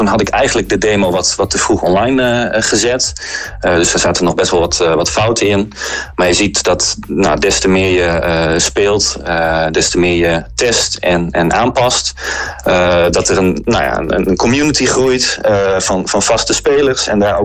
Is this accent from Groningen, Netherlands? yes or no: yes; Veendam, Groningen, Netherlands; Maar ik ben zelf ook opgegroeid in Veendam.